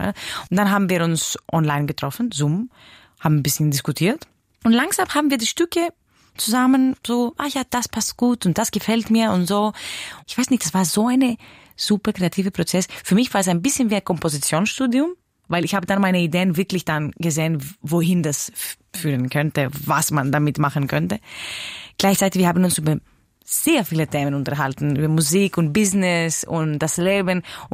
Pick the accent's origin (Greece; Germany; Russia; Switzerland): Greece; Ja, ich bin Griechin